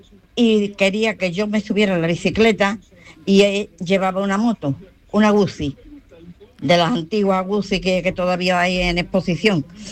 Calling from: Alcalá de Guadaíra, Andalusia, Spain

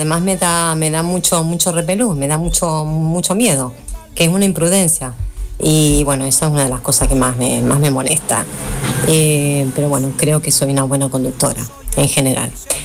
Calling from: Alhaurín, Andalusia, Spain; de Alaurín.

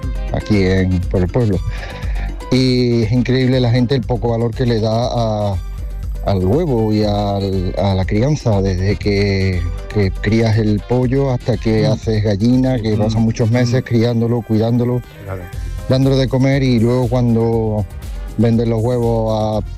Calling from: Cerro Muriano, Andalusia, Spain; Buenos días, Jesús y compañía. … de Cerro Muriano. Yo soy criador de gallinas, avicultor aficionado.

